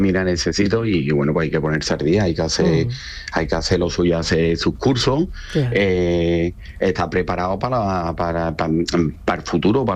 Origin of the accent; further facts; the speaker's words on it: Seville, Andalusia, Spain; Yo soy de Sevilla.